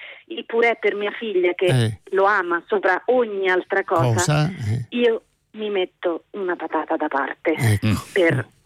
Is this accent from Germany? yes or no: yes; Germany; now in Latina, Italy; risale forse alla mia infanzia vissuta in Germania